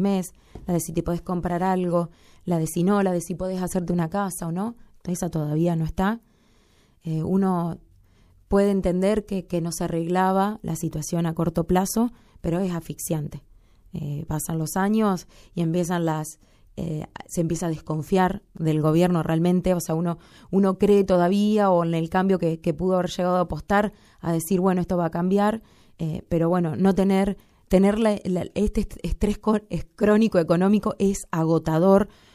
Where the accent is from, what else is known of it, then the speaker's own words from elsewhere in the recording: Ramallo, Buenos Aires Province, Argentina; las personas que habitan nuestra ciudad